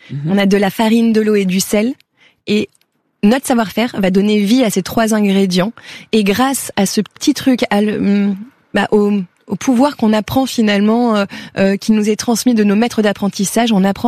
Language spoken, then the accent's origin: French; France; Et comme je suis une Française, je me suis dit que si jamais je ramenais le savoir-faire français et le pain là-bas, je pourrais vivre là-bas.